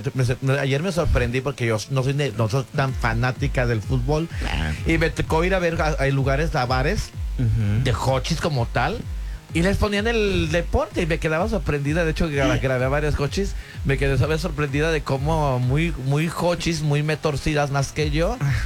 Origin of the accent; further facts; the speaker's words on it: Mexico; Pero soy mexicana